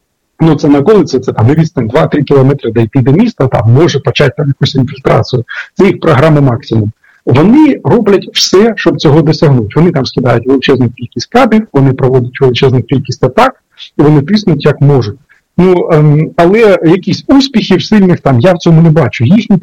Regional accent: Sumy, Sumy Oblast, Ukraine; Моє рідне місто Суми

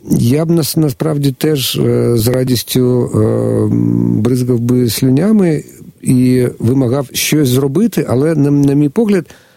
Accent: Kyiv, Ukraine; Я як киянин

